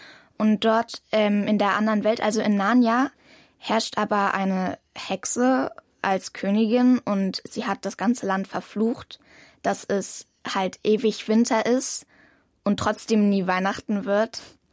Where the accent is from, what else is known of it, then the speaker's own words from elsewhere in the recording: Halle, Saxony-Anhalt, Germany; ich komme aus Halle und gehe dort aufs Thomas-Münzer-Gymnasium.